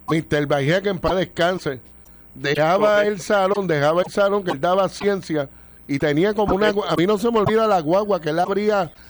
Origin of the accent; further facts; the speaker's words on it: Añasco, Puerto Rico; yo soy añasqueño